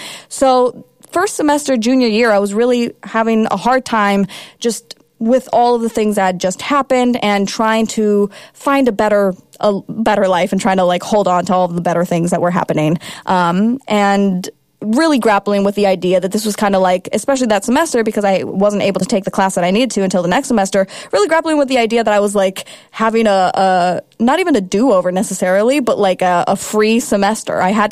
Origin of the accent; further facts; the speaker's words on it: Kansas, United States; moved away as an adult; They're on the East Coast, and I'm from Kansas, middle of the country.